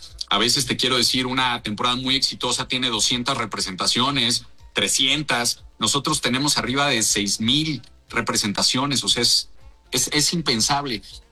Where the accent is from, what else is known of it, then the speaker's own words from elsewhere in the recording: Mexico; construyendo una firma como artista mexicano